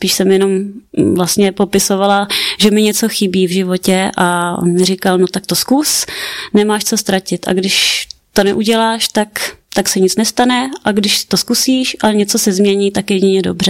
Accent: Hradec Králové, Hradec Králové Region, Czechia; přijel k nám do města, do Hradce Králové, a pocházím z Hradce Králové

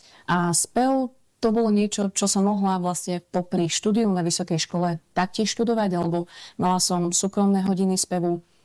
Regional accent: Košice, Košice Region, Slovakia; also born or lived in Prešov; Pochádzam z Košíc. A tam stále aj žijem, ale zároveň pracujem v Prešove, čiže Prešov sa dá povedať, že je môjim druhým domovom a stalo sa to počas vysokej školy, lebo ja som študovala v Prešove na vysokej škole. Čiže ja si tu tak vlastne pendlujem medzi Košicami a Prešovou

